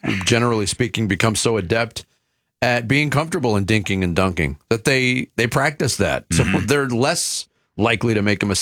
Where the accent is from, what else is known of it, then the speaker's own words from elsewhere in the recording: Phoenix, Arizona, United States; kids growing up in Phoenix, what idiots we were back in the 80s.